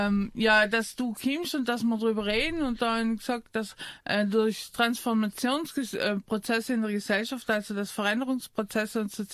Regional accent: Trentino-Alto Adige, Italy; weil ich komme ja aus Südtirol und dann sagt man, ich fühle mich ja selber irgendwie als Migrantin, bin ich ja, oder weil ich aus Südtirol komme.

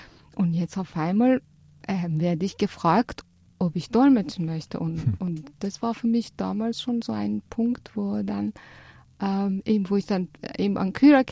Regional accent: Tehran, Tehran Province, Iran; German is a second language; moved away as an adult; now in Tyrol, Austria; Ja, geboren und aufgewachsen bin ich in Teheran, in Iran.

